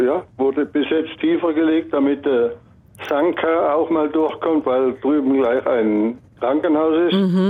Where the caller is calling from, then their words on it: Schwandorf, Bavaria, Germany; Folgendes, bei uns in Schwandorf wurden vor einem Jahr 2 neue Nahbrücken angemeint.